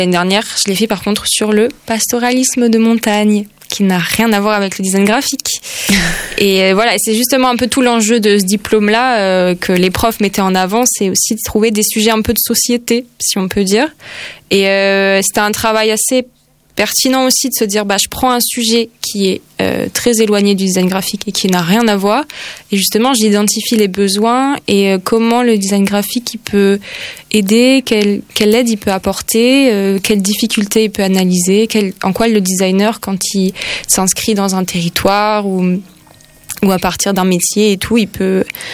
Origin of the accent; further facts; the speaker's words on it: Grenoble, Auvergne-Rhône-Alpes, France; Après, moi, je suis allée pas mal sur place en Ariège, puis j'ai grandi à Grenoble et tout.